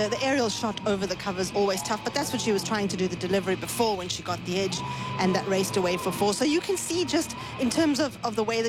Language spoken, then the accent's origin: English; South Africa; I always feel, as a South African, I'm conditioned to feel something will go wrong at any moment.